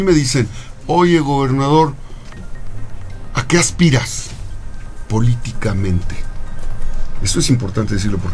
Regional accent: Puebla, Mexico; Soy una persona que viene de, unos dicen, la cultura del esfuerzo. Yo vengo vengo como cualquier poblano, del trabajo.

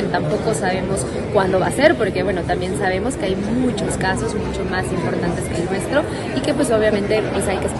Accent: Mexico; tenemos el derecho como mexicanos

